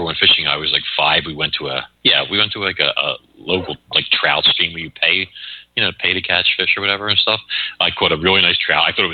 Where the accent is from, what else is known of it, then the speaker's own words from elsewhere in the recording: Philadelphia, Pennsylvania, United States; also born or lived in Brooklyn; But we moved to Philadelphia when I was like, you know, 3 or 4 years old. So I grew up in Philly.